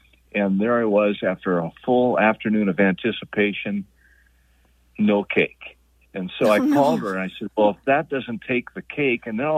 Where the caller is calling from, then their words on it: Fargo, North Dakota, United States; up in Fargo, North Dakota. Frosty Fargo.